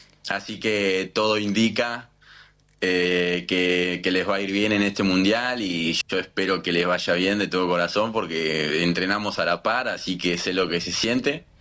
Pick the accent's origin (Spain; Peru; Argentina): Argentina; Somos argentinos de pie a cabeza